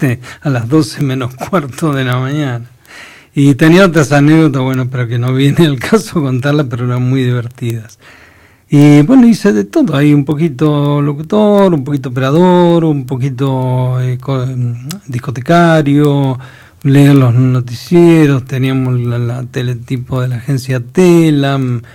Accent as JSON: {"language": "Spanish", "town": "Caleta Olivia", "region": "Santa Cruz", "country": "Argentina", "tie": "born or raised there", "also_born_or_lived": "Comodoro Rivadavia", "said": "Yo soy nacido en Comodoro Rivadavia y criado en Caleta Olivia, cuando Caleta tenía 5.000 habitantes."}